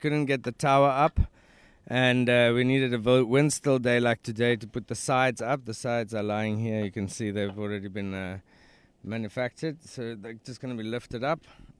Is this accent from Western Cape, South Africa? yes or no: no; Johannesburg, Gauteng, South Africa; we're from Joburg